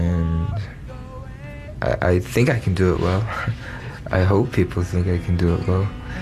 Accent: Lame Deer, Montana, United States; I'm from the Northern Cheyenne Reservation, Lame Deer, Montana. I'm 16, gonna turn 17 in 2 months.

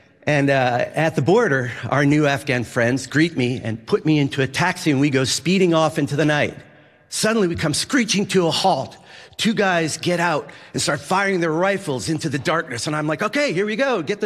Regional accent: Massachusetts, United States; I grew up in Massachusetts, studied Russian, went to the Soviet Union, became a journalist, and worked at the Boston Globe and the Washington Post for 25 years.

